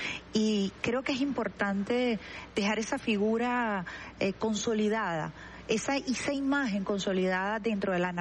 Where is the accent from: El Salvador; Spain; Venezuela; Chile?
Venezuela; soy una hija venezolana, una hija más.